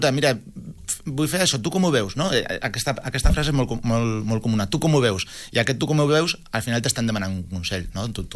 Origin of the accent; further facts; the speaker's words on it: La Rioja, Spain; Catalan is a second language; moved away as an adult; now in Barcelona, Spain; Vinc de la Rioja, soc d'un poble de la Rioja. Vaig venir aquí a Barcelona per estudiar. Jo tenia clar que volia venir a Barcelona.